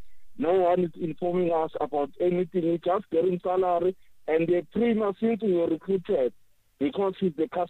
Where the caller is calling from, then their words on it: Mpumalanga, South Africa; I'm from Mpumalanga.